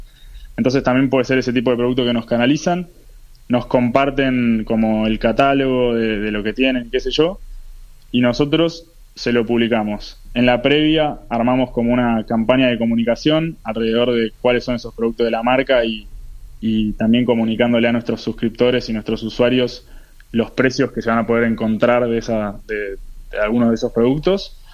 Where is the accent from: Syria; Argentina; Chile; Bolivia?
Argentina; Buenos Aires; somos de Buenos Aires.